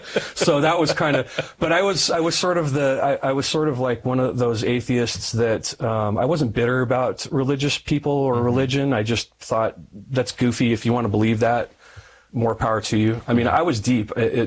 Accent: California, United States; I grew up in the San Bernardino Mountains in Southern California, and I'd moved to San Diego

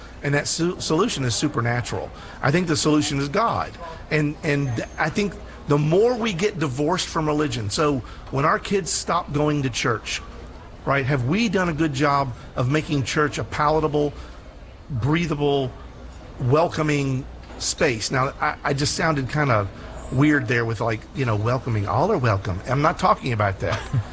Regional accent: United States; I'm an American. I was born in America. I love this country. I don't want to go anywhere else.

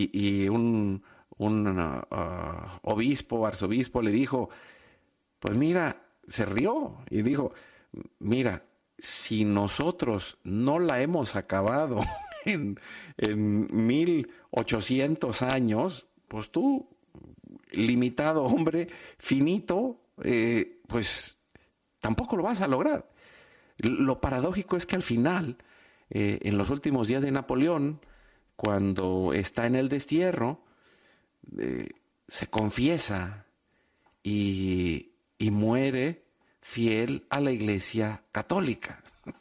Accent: Veracruz, Mexico; moved away; also born or lived in Yucatán; en Yucatán, donde nosotros vivimos muchos años. Yo me crié en Veracruz, que es más o menos en el Golfo

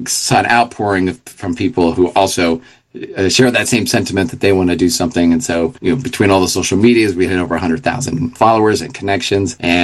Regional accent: Philadelphia, Pennsylvania, United States; I'm from Philadelphia, We have parishes that are closing and merging.

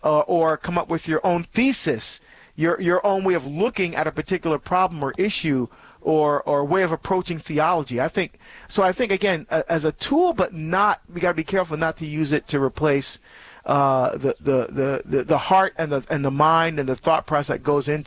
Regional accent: New Jersey, United States; my home state of New Jersey is running the table today on the calls.

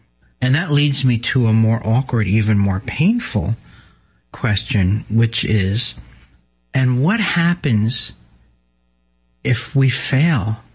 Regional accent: Newark, New Jersey, United States; I'm from Newark, New Jersey.

